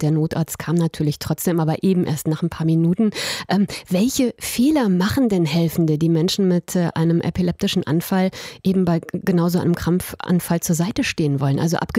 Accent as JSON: {"language": "German", "town": "Wuppertal", "region": "North Rhine-Westphalia", "country": "Germany", "tie": "born or raised there", "said": "damals in meiner Heimatstadt Wuppertal. Ich war Schülerin"}